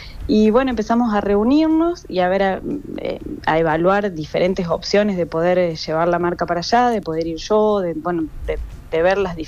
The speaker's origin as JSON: {"language": "Spanish", "region": "Córdoba", "country": "Argentina", "said": "soy la única cordobesa. En teoría soy la única argentina."}